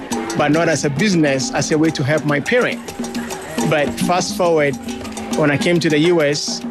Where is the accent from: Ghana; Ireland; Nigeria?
Ghana; now in Texas, United States